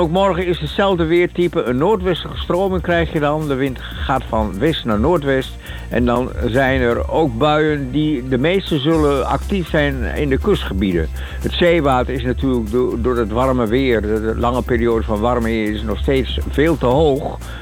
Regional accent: Overijssel, Netherlands; born there; Mijn geboortestreek.

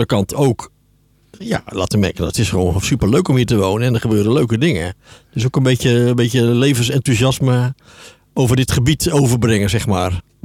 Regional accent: Barneveld, Gelderland, Netherlands; moved away as an adult; also born or lived in Voorthuizen / Schagen / Katwijk; In Barneveld ook, waar ik vandaan kom. Ik heb in Voorthuizen gewoond.

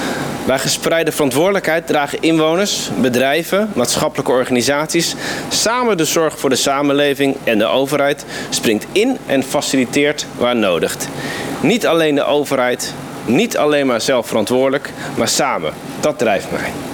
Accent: Harderwijk, Gelderland, Netherlands; also born or lived in Baarn / Drenthe; Al voor mijn basisschool ben ik vertrokken uit Baarn en naar Drenthe verhuisd en later vooral opgegroeid in Harderwijk en omgeving. Ik ben opgegroeid in een liefdevol christelijk gezin. Een traditionele omgeving met normen en waarden.

